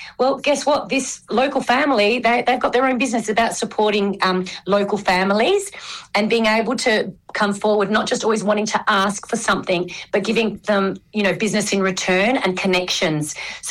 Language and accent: English; South Australia, Australia; moved away; I'm originally from the Riverland